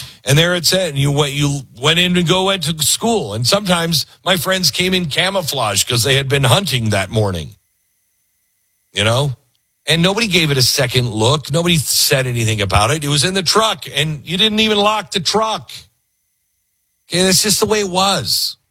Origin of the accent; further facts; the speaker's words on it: Mount Vernon, Washington, United States; I grew up in Mount Vernon, Washington's about, I don't know, 70 miles north of Seattle. And it wasn't weird at that time. It was normal.